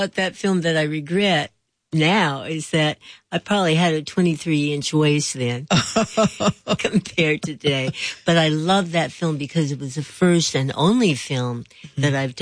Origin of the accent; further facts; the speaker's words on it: Hollywood, California, United States; you know, I'm from Hollywood, and I call it Hollyweird.